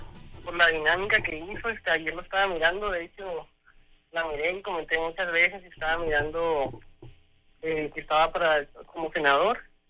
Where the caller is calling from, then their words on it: Ensenada, Baja California, Mexico; Sí, soy de Ensenada.